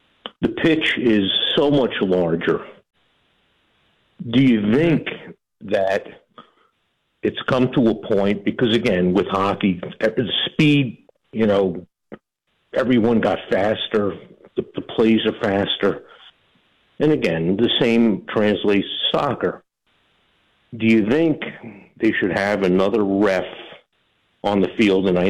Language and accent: English; New York City, New York, United States; moved away as an adult; now in Pittsburgh, United States; I'm actually originally from Queens, New York. I've been out here 16 years